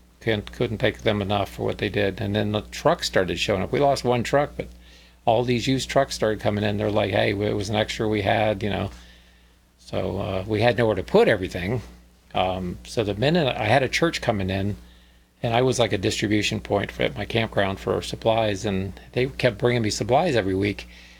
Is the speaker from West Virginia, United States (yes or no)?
no; Florida, United States; I'm from Florida. I've seen every hurricane, you know, all my life